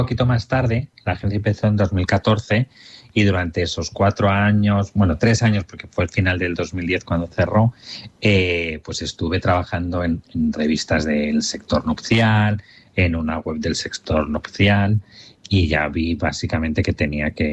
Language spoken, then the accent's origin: Spanish; Madrid, Community of Madrid, Spain; also born or lived in Barcelona; Pero con el tiempo se vinieron a Madrid y yo nací en Barcelona, pero creo que esto ya lo hablamos la otra vez.